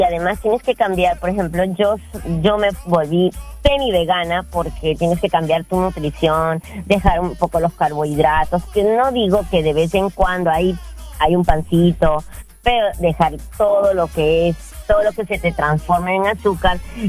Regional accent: Lima, Peru; now in United States

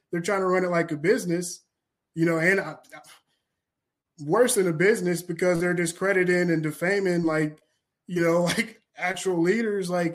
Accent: Kentucky, United States; I'm from Kentucky.

